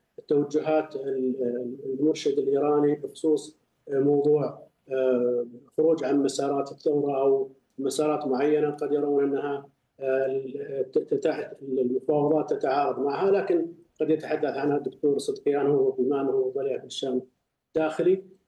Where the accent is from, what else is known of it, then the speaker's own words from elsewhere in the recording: Riyadh, Riyadh Province, Saudi Arabia; بما أني من الرياض